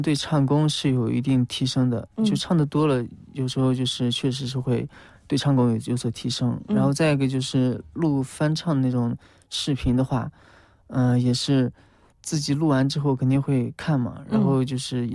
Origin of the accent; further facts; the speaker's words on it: Shaanxi, China; also born or lived in Xinjiang; 我当时因为在新疆读的大学，然后我们的贝斯手是东北的，我是陕西的